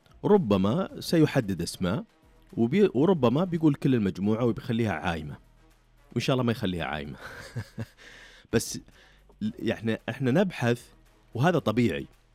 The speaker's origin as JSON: {"language": "Arabic", "country": "Saudi Arabia", "said": "الهدف اللي سجله قدام الأرجنتين ترك بصمة كبيرة محليا على أقل تقدير عندنا في السعودية"}